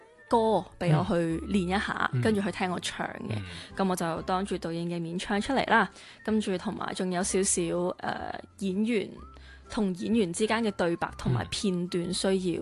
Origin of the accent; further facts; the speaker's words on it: Macau; 因为他是邓家人、但是都是澳门人嘛，我都是澳门人